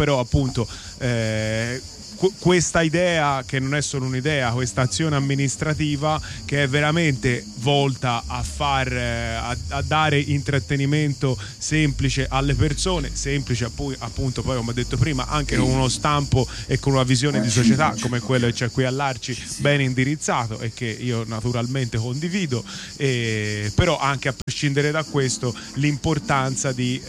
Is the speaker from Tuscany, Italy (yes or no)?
yes; Florence, Tuscany, Italy; lo dico da persona che non è di Rifredi, sono di Novoli